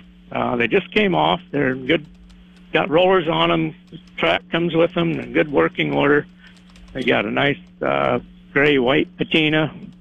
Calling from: Ashton, United States; from Ashton again.

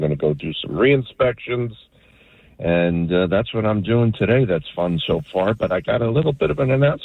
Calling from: Asbury Park, New Jersey, United States

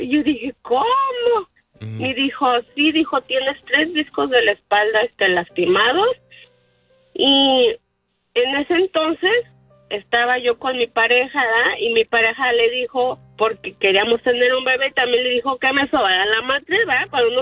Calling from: Uruapan, Michoacán, Mexico; yo soy de Uruapan.

